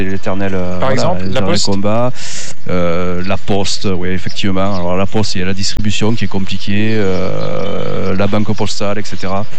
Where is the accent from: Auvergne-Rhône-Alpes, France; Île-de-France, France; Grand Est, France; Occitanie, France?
Occitanie, France; Nîmes; now in Cévennes, France; Moi, je suis de Nîmes, mais ma famille est d'ici, en fait.